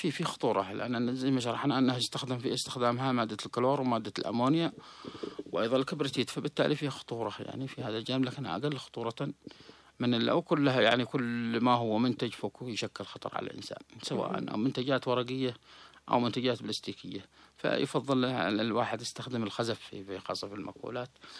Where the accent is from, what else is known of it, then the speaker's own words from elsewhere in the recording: Yemen; هو أكيد عندنا في اليمن كل شيء كل يروح للحرق